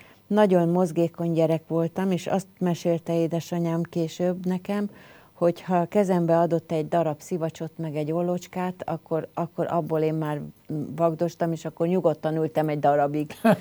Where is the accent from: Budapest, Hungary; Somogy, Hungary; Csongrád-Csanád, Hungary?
Budapest, Hungary; Az édesapám szülei azok budapestiek. A édesanyámnak a szülei nem, de már édesanyám is Budapesten született.